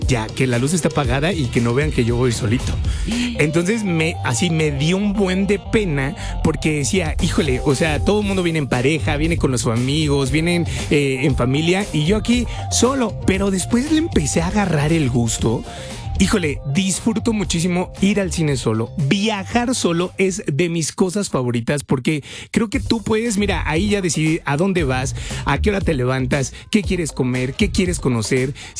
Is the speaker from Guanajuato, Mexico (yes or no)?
no; Xalapa, Veracruz, Mexico; moved away as an adult; also born or lived in Puebla; cuando me fui a vivir a Puebla. Yo soy de Jalapa, Veracruz, me fui a vivir solo